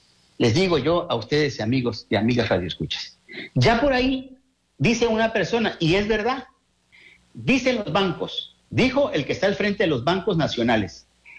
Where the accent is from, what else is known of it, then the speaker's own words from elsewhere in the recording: Mexico; como buen mexicano, como buenos mexicanos